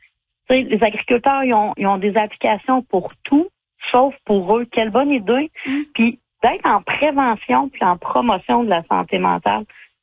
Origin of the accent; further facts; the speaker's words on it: La Pocatière, Quebec, Canada; Dans le fond, moi, je viens du Bas-Saint-Laurent, la Pocatière, très agricole. Donc, mes grands-parents avaient une ferme.